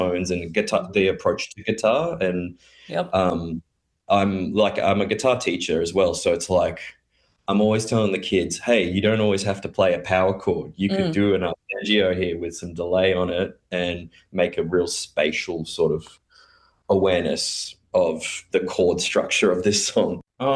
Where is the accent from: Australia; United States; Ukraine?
Australia; Gold Coast, Queensland; growing up on Gold Coast